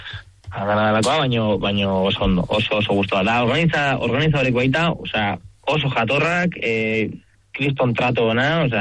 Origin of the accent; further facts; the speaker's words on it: Lazkao, Basque Country, Spain; moved away as an adult; now in Barcelona, Spain; Lazkautarra.